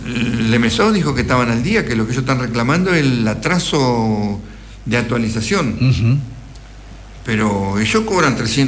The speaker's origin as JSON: {"language": "Spanish", "country": "Argentina", "said": "nosotros los jubilados también somos argentinos"}